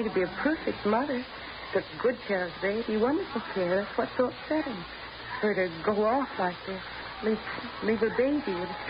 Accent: Cincinnati, Ohio, United States; Oh, no. I'm from Cincinnati.

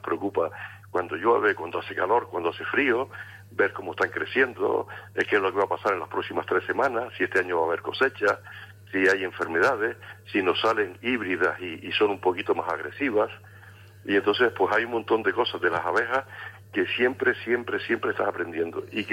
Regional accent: Canary Islands, Spain; en Canarias somos unos 1.250 apicultores

